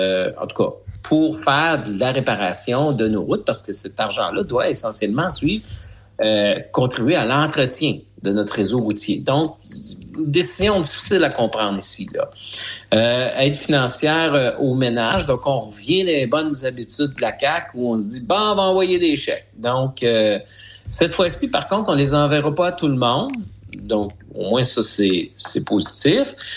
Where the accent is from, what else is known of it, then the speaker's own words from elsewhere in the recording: Bellechasse, Quebec, Canada; moi, je suis originaire de Bellechasse, je le confesse.